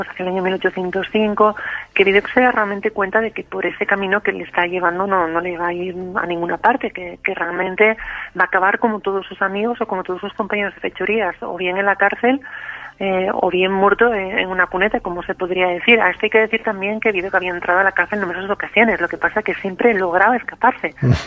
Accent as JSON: {"language": "Spanish", "town": "San Sebastián", "region": "Basque Country", "country": "Spain", "said": "Yo soy de San Sebastián, de Guipúzcoa, parece que el apellido es del norte"}